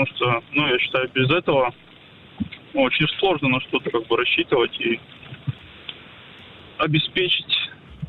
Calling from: Yaroslavl, Yaroslavl Oblast, Russia; Я из Ярославля, правда, не из Барнаула

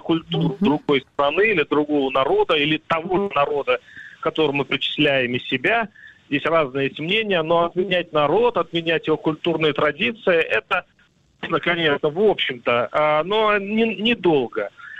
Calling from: Crimea, Ukraine; я из Крыма звоню.

